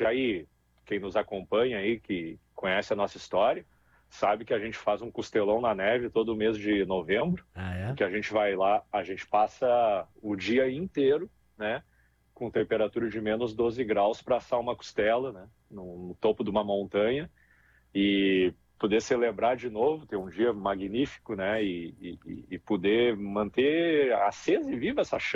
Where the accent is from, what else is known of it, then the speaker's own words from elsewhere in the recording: Santo Antônio da Patrulha, Rio Grande do Sul, Brazil; now in Norway; Eu sou de Santo Antônio da Patrulha, aí pertinho, terra da rapadura, né?